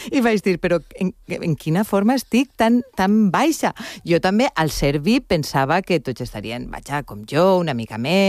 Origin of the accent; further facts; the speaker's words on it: Alicante, Valencian Community, Spain; moved away; jo vinc de la Serra de Mariola